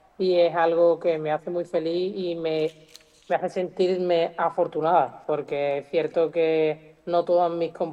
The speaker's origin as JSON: {"language": "Spanish", "town": "Jerez de la Frontera", "region": "Andalusia", "country": "Spain"}